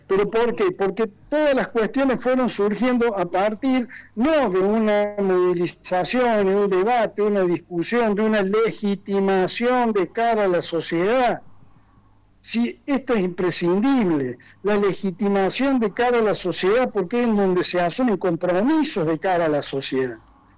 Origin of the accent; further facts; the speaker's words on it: Río Cuarto, Córdoba, Argentina; moved away as an adult; yo soy del interior, saben que soy cordobés, de Río Cuarto.